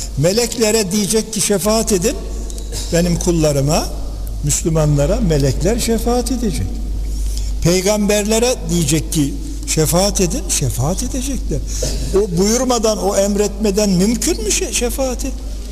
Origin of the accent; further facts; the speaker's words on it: Yozgat, Turkey; bizim oralarda o şey vardır, Yozgat ve civarında